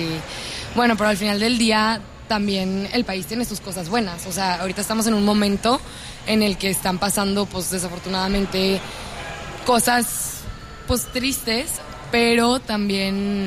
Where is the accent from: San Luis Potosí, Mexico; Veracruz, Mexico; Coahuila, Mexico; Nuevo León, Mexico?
Nuevo León, Mexico; Monterrey; nosotros nos identificamos como mexicanas